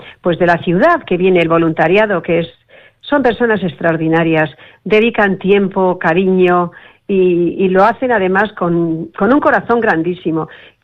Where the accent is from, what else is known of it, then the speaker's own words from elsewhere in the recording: Tolosa, Basque Country, Spain; born there; now in Gijón, Spain; Bueno, mi padre era navarro, yo soy vasca de Tolosa.